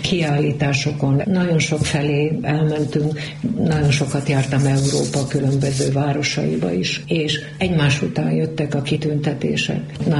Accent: Palócföld, Hungary; accent: Palóc; én nem születtem palócnak, de azzá váltam. Mert ez a kultúra vett körül. Ízig, vérig palócnak mondom magam.

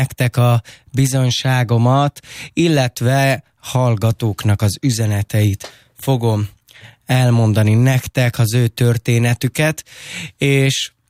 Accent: Esztergom, Komárom-Esztergom, Hungary; born there; körülbelül 2 éves korom óta járok a Golgota keresztény gyülekezetbe, Esztergomba. A szüleim elváltak, és ezért oda kezdtünk el járni. Azelőtt a szüleim Budapestre jártak egy roma közösségbe, egy cigány gyülekezetbe

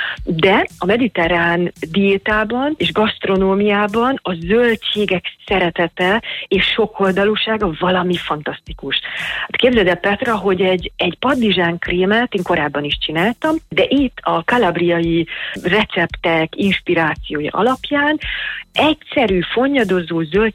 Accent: Hungary; now in Tuscany, Italy

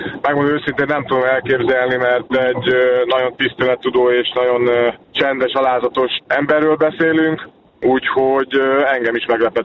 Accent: Hungary; én magyarként büszke vagyok rá

